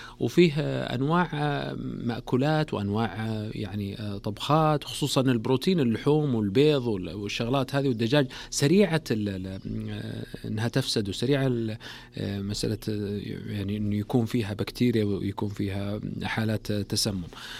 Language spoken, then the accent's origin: Arabic; Saudi Arabia; عندنا في السعودية